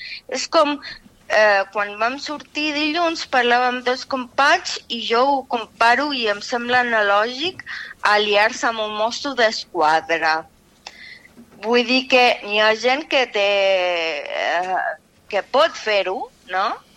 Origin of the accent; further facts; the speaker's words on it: Chile; Es que como soy chilena, a veces no me entiendo.